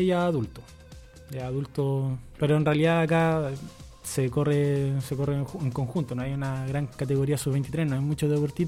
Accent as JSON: {"language": "Spanish", "country": "Chile"}